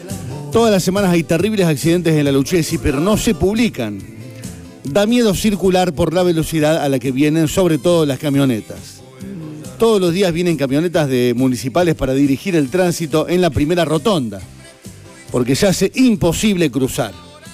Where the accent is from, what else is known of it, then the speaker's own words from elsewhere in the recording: Villa Allende, Córdoba, Argentina; Hola, más que bien, soy de Villa Allende, recién vuelvo de Córdoba a dejar a mi hijo en el cole